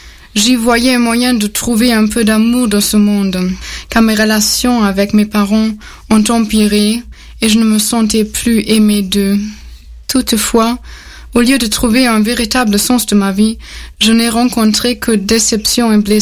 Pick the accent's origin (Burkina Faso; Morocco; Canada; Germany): Germany; moved away; Oui, alors, j'ai grandi en Allemagne dans une famille de tradition protestante.